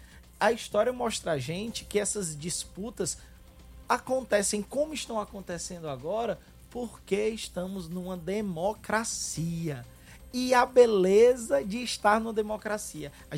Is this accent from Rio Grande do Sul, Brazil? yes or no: no; Fortaleza, Ceará, Brazil; born or raised there